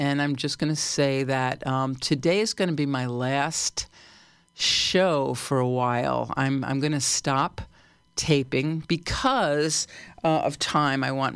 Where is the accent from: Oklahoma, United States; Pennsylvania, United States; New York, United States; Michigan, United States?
New York, United States; New York City; And I come from New York City, and man, that's so organized and feels so safe relative to Nepal and other places I've been.